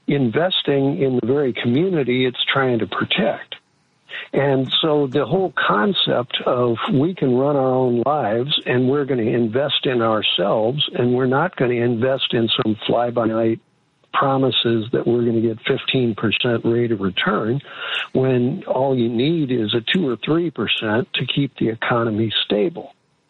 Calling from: St. Louis, Missouri, United States; I'm from St. Louis, state of Missouri

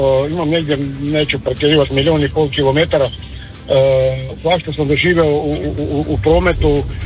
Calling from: Međimurje County, Croatia; iz Međimurja.

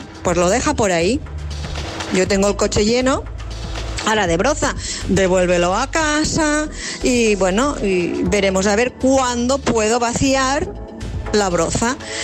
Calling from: Palma, Balearic Islands, Spain; de Génova.

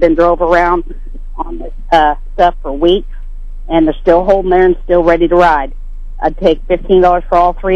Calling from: Marshall, Missouri, United States; Hi, I'm calling from Marshall.

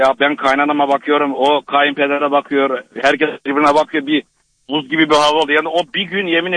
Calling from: Netherlands; Hollanda'dan arıyorum

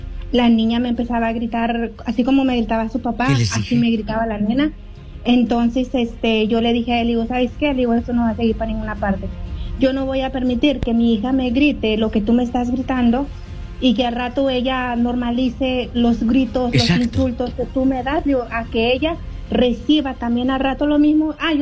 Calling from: Michoacán, Mexico; Yo soy del estado de Michoacán.

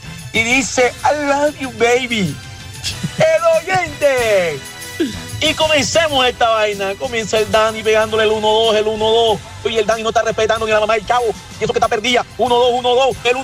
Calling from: Barranquilla, Atlántico, Colombia; Me encuentro aquí en la ciudad de Barranquilla

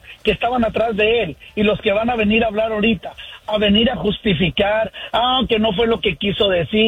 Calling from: Sacramento, California, United States; De Sacramento

